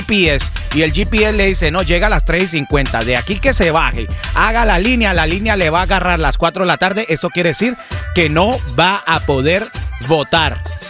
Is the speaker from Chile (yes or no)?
no; Colombia; now in South Florida, United States